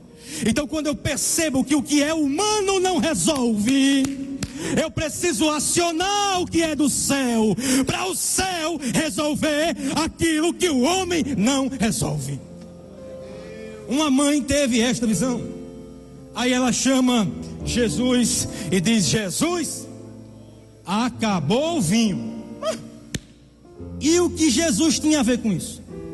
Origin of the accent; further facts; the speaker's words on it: Northeast Region, Brazil; eu não sou americano, eu sou nordestino